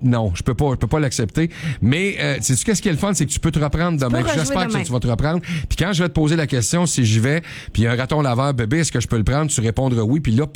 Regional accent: Quebec, Canada; Chez nous, en Outaouais

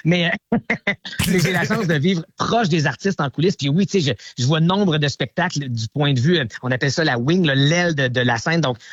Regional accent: Gatineau, Quebec, Canada; moi, je suis originaire d'ici à Gatineau.

